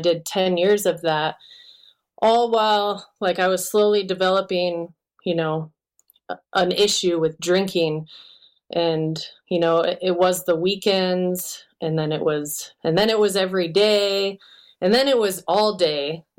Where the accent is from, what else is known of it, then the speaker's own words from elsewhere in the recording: Nome, Alaska, United States; born there; moved away as an adult; also born or lived in Anchorage, Alaska / Fairbanks, Alaska; now in Colorado Springs, United States; 3 days after we were born, we flew back to Nome, and that's where I grew up until I was about 12 or 13.